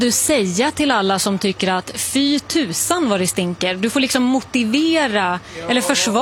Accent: Umeå, Västerbotten County, Sweden; Jag är från Umeå.

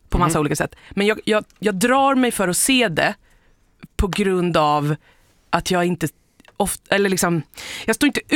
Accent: Sweden; Nej men jag är från Sverige, jag kan inte de här sakerna.

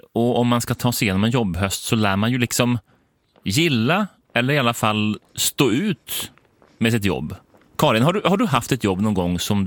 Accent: Stockholm, Stockholm County, Sweden; now in Gävle, Sweden; Jag är från Stockholm liksom, och har flyttat hit för ganska många år sedan nu.

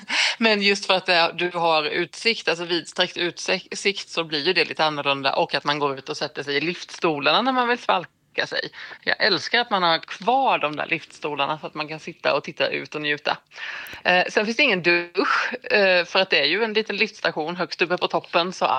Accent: Småland, Sweden; som en smålänning främst.

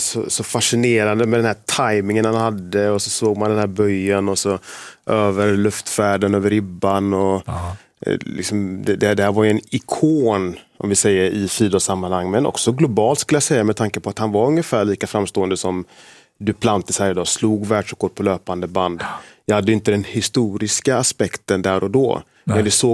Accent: Gothenburg, Västra Götaland County, Sweden; Och vi hade ju något som hette Angeredscupen i Angered där jag växte upp.

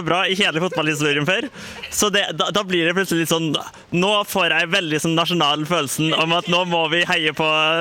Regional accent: Norway

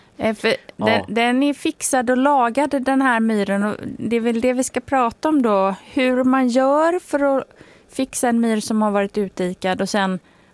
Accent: Gothenburg, Västra Götaland County, Sweden; accent: Gothenburg dialect (göteborgska); Jag kände hur min göteborgska trängde igenom på R-et där.

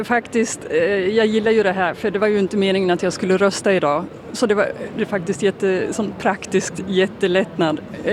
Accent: Sweden; now in Denmark; jag är ju svensk och även om jag har bott där jättemånga år så ja, men jag blir ju supersvensk

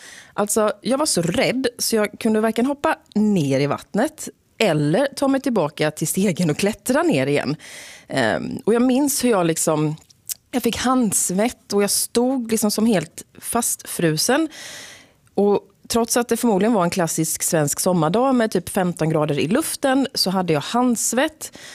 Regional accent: Eksjö, Jönköping County, Sweden; Vi ska till det småländska höglandet och min hemstad Eksjö.

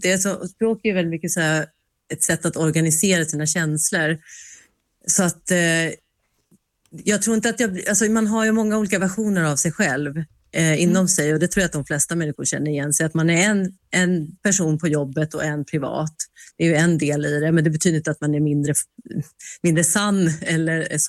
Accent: Sweden; en produkt utav två kulturer, eller till och med tre eller fyra, beroende på hur man räknar lite. Men jag är ju uppvuxen i Sverige och född här, så att det är väldigt närvarande.

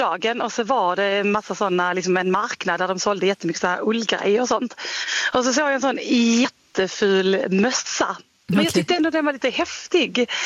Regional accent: Skåne, Sweden; now in Oslo, Norway; alltså jag bor i Oslo, ja. Även om jag är från Skåne.

